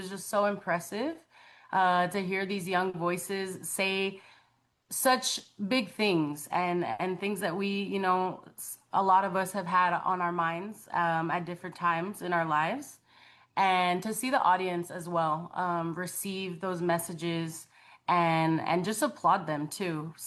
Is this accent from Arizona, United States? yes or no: no; El Paso, Texas, United States; I come from El Paso, Texas, and that's something I bring with me everywhere.